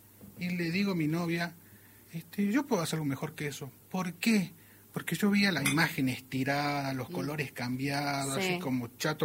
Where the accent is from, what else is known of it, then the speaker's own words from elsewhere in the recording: Salta, Argentina; El salteño, yo soy de la idea que por ahí te cruzan y te dicen, ¿vos sos de Salta? Sí.